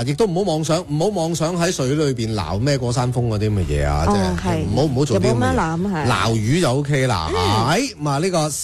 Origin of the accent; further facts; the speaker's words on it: Guangdong, China; 我哋老广